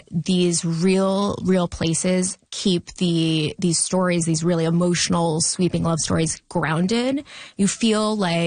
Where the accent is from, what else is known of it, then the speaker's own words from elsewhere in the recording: Australia; born there; moved away; also born or lived in Victoria, BC, Canada; And I grew up in Australia.